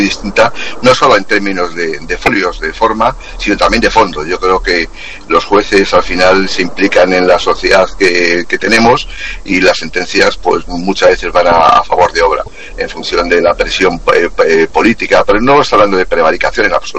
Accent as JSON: {"language": "Spanish", "region": "Castile", "country": "Spain", "said": "Una cosa sobria, como somos los castellanos, un cafelito."}